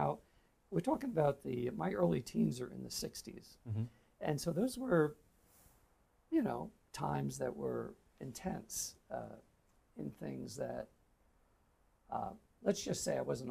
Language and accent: English; Long Island, New York, United States; I'm from New York, Long Island. I think I was brought up with faith. My father was a person of faith. My mother was a Southern Baptist who converted about 10 years into their marriage